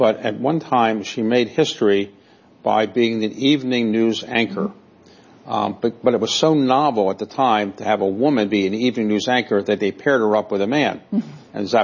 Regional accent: Baltimore, Maryland, United States; So Nancy Pelosi, I had my own connection was that I'm from Baltimore.

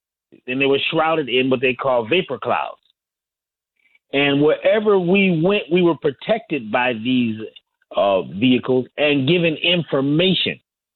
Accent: Connecticut, United States; Well, I grew up in Connecticut, which when I grew up, it was a UFO or a sightings hotspot.

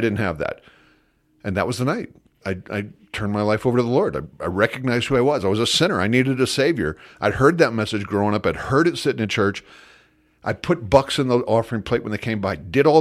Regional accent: United States; I'm an American. I was raised in the church.

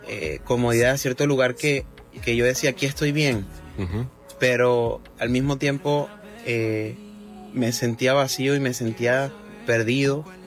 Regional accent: Venezuela; yo crecí escuchando artistas como

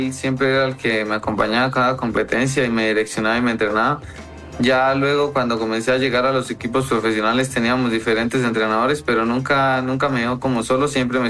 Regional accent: Duitama, Boyacá, Colombia; Sí, yo nací aquí en Duitama, Boyacá.

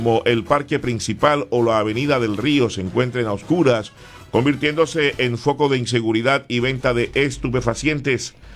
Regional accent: Colombia; 29 para las 7 en mi país, Colombia.

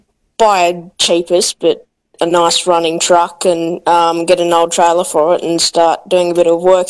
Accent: Newcastle, New South Wales, Australia; born there; I was born in Berrisfield, Newcastle

